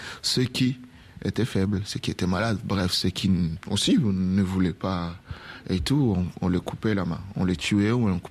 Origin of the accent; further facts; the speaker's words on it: DR Congo; en tant que Congolais